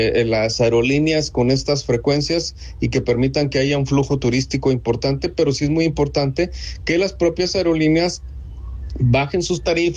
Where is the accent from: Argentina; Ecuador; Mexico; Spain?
Mexico; Durango; somos todos los duranguenses que habitamos dentro del estado